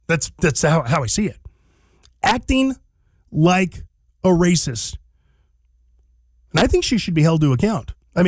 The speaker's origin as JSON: {"language": "English", "town": "San Diego", "region": "California", "country": "United States", "said": "I'm from San Diego."}